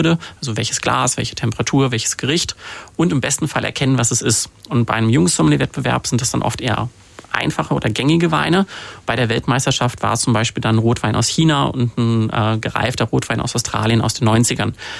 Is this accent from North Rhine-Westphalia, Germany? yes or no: yes; Cologne, North Rhine-Westphalia, Germany; Ich komme aus Köln. Das ist eine Stadt, die eher für Bier als für Wein bekannt ist.